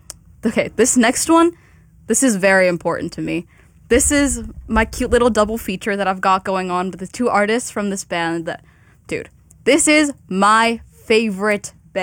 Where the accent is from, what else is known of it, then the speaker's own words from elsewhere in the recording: San Francisco Bay Area, California, United States; I'm from the Bay Area